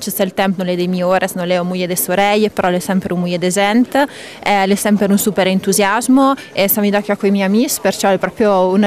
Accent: Canazei, Trentino-Alto Adige, Italy; vengo da Cianacei.

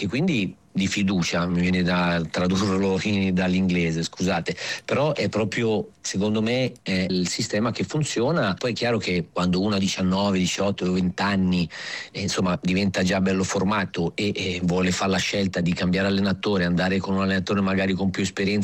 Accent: Monza, Lombardy, Italy; born or raised there

